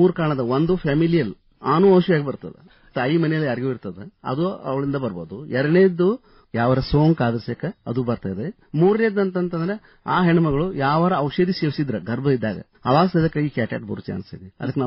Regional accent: Dharwad, Karnataka, India; ನಾನು ಮುಖ್ಯವಾಗಿ ಧಾರವಾಡದವನು.

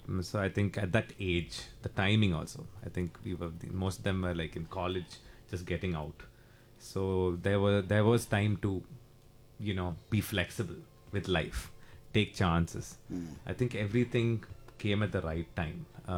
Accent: India

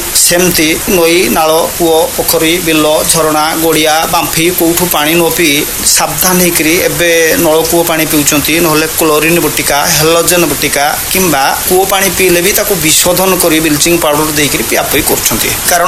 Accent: Digaresia, Odisha, India; ଆମ ଗାଁ ହେଉଛି ଦିଗରେସିଆ, ଗ୍ରାମ ପଞ୍ଚାୟତ ଗୌଡ଼ନା ଏବଂ ବ୍ଲକ ହେଉଛି କୁଳିଅଣା।

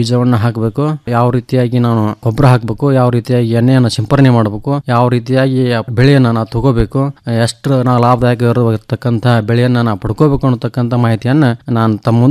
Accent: Dyamahunasi, Karnataka, India; born there; ಗಜೇಂದ್ರಗಡ ತಾಲೂಕು ದ್ಯಾಮಹುಣಸಿ ಗ್ರಾಮದ ರೈತ. … ನಾನು ಹುಟ್ಟಿದ್ದು ಅದೇ ದ್ಯಾಮಹುಣಸಿ ಗ್ರಾಮದಲ್ಲಿ.

